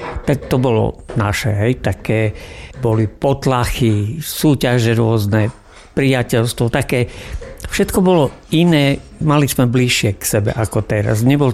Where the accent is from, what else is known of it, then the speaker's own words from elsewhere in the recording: Prešov, Prešov Region, Slovakia; pochádzam z Prešova